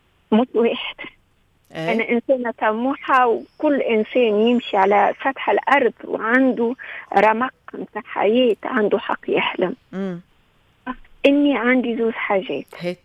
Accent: Tunisia; moved away; وأحنا التونسة

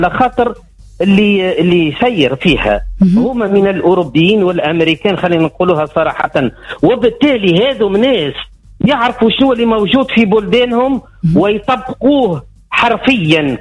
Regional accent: Tunisia; احنا كدولة تونسية

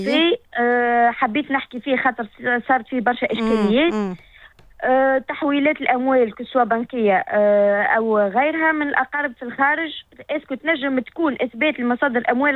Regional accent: Tunisia; عندنا في تونس

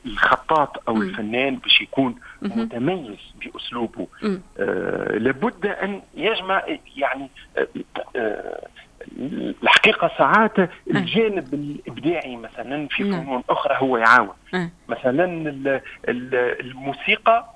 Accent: Kairouan, Kairouan Governorate, Tunisia; كوني أنا ترعرعت في مدينة القيروان، موروث معماري وثقافي حضاري كبير برشا

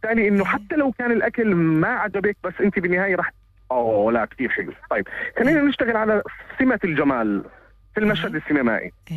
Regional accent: Jordan; عندنا في الاردن، انا بديتها وانا في عمان

